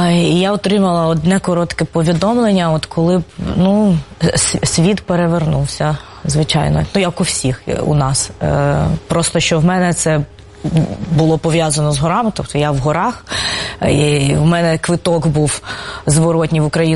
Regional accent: Cherkasy, Cherkasy Oblast, Ukraine; Так, це моє рідне місто.

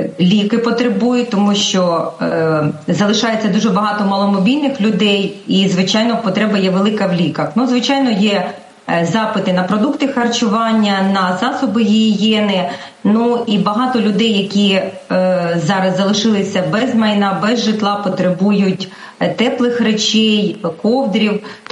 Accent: Kherson, Kherson Oblast, Ukraine; я пишаюсь тим, що я херсонка

